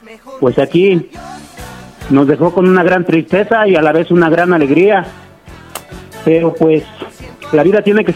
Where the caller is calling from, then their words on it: Los Reyes La Paz, State of Mexico, Mexico; De aquí, de Los Reyes La Paz.